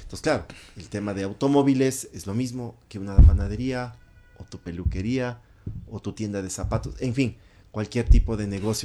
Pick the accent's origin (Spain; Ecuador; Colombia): Ecuador; tantos negocios que nosotros como ecuatorianos tenemos acá.